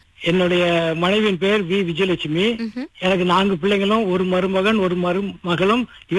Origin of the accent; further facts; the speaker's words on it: Kuala Selangor, Selangor, Malaysia; நான் பிறந்து வளர்ந்ததெல்லாம் கோலசலாங்கூரில் உள்ள கம்பங் கொந்தான் என்ற கம்பத்தில.